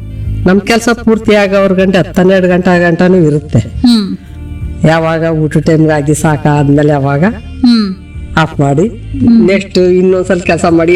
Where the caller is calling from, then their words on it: Agadur, Karnataka, India; ನಮ್ಮೂರ ಹೆಸರು ಆಗತ್ತೂರು.